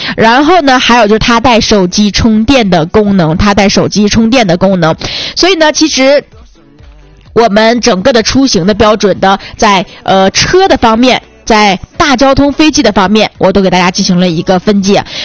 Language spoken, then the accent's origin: Chinese; Northeast China, China